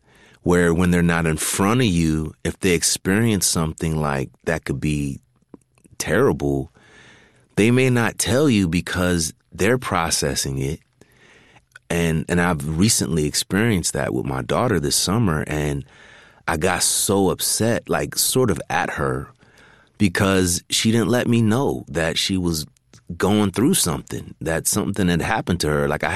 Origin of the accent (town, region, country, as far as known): California, United States; born or raised there